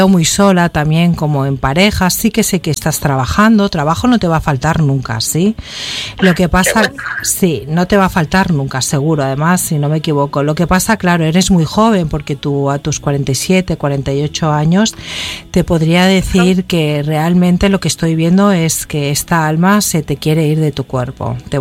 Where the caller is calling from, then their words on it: Mexico City, Mexico